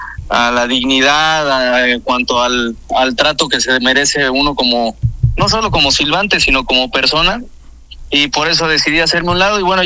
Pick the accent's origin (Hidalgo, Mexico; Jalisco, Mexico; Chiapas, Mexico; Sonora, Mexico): Hidalgo, Mexico; Tepeji del Río; moved away; Tepeji del Río. Sí, acá me crié yo.